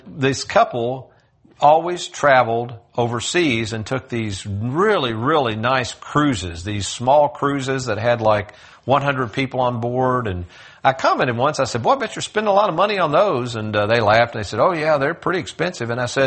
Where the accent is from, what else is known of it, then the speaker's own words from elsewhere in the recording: Lexington, Kentucky, United States; moved away; the same little house I grew up in Lexington, Kentucky